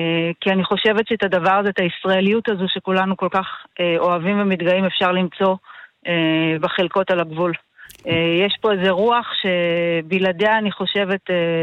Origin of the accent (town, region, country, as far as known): Southern Israel, Israel